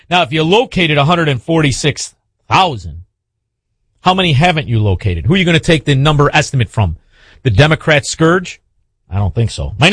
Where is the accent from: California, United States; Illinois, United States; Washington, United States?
Illinois, United States; Because we're from Illinois. You know, I'm from Illinois.